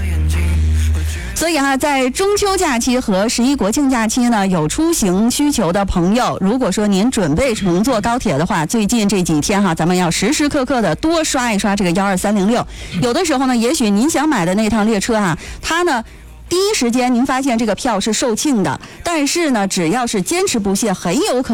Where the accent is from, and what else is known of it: Yingkou, Liaoning, China